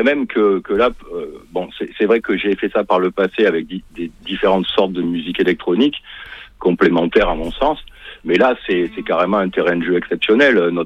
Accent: Marseille, Provence-Alpes-Côte d'Azur, France; moved away as an adult; now in Toulouse, France; Je suis originaire de Marseille.

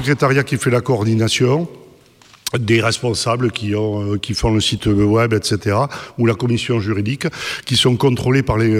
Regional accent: Aspe Valley, Nouvelle-Aquitaine, France; je milite à la CNT, je suis prof et je suis originaire de Vallée d'Aspe.

